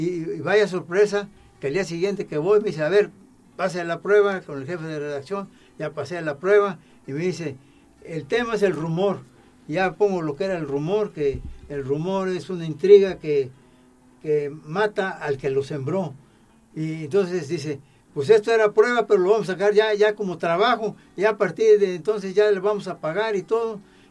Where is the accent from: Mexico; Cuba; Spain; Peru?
Mexico; Poza Rica, Veracruz; moved away; ¿tú de dónde eres? De Poza Rica, Veracruz.